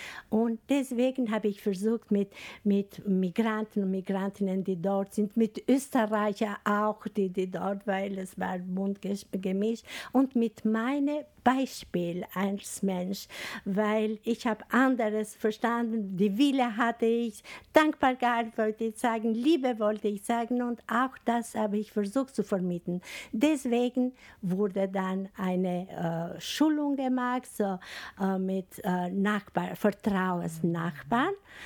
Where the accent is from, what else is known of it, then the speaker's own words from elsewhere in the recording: Albania; German is a second language; moved away; woher kommst du aus Albanien? Aus Albanien und dann war total etwas anderes. Wir leben hier.